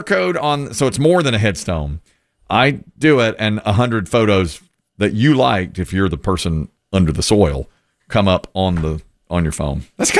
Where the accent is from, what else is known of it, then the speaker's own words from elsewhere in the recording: Asheboro, North Carolina, United States; And I was like, I'm from Asheboro. I had nothing like that.